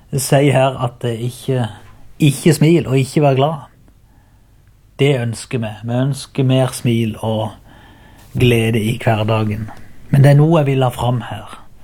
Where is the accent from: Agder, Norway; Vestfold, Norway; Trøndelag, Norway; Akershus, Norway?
Agder, Norway; Byremo